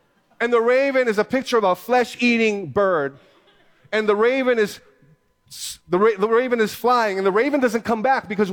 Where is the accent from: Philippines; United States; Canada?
Philippines; I'm Filipino.